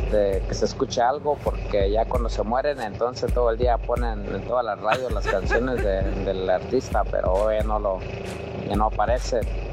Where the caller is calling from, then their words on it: Illinois, United States; saludos desde acá del estado de Illinois.